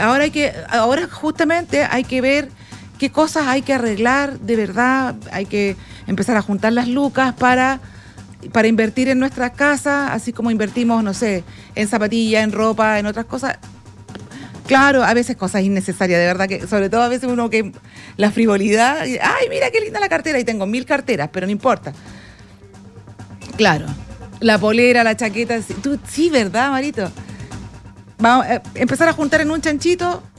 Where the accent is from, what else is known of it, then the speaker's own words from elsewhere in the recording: Iquique, Tarapacá, Chile; Somos iquiqueños